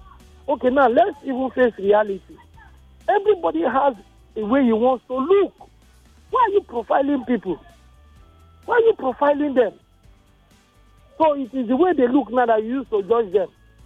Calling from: Nigeria; I'm calling from Morile in Sarigom.

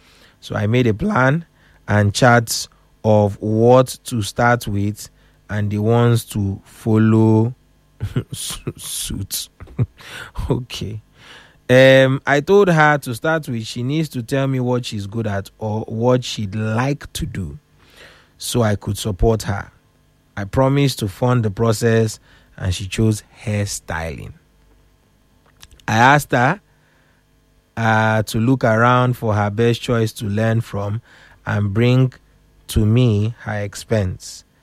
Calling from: Lagos, Nigeria; I am chatting from Lagos. I am 28 years old.

